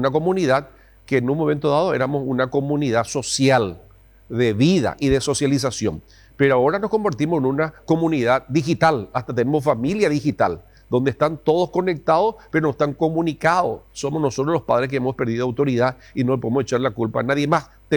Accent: Paraguay; nosotros como paraguayos

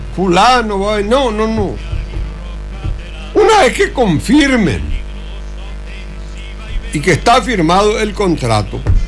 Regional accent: Luque, Central, Paraguay; como somos de Luque, queremos al luqueño

